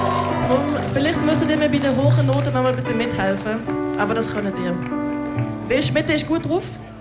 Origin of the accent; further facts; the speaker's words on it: Tafers, Fribourg, Switzerland; accent: a bit of Basel German, a bit of Standard German, a bit of Senslerdeutsch; Ich bin in Tafas geboren und aufgewachsen. Nein, falsch, falsch. Ich bin nicht in Tafas geboren. Ich bin in Tafas aufgewachsen. Ihr hört es mit dem Dialekt an, ich rede ein bisschen Baslerdeutsch, ein bisschen Hochdeutsch, ein bisschen Sänzlerdeutsch manchmal.